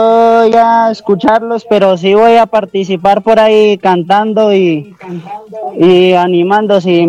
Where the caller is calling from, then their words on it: El Rosario, Nariño, Colombia; Municipio El Rosario, Nariño, tierra caliente, no por el plomo, sino por el calor.